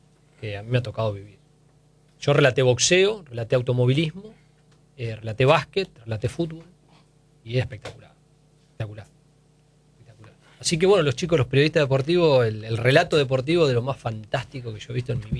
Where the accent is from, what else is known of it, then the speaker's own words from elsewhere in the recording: Bolívar, Buenos Aires Province, Argentina; moved away; ayer estaba volviendo de Bolívar, yo soy de Bolívar, fui a visitar a mi familia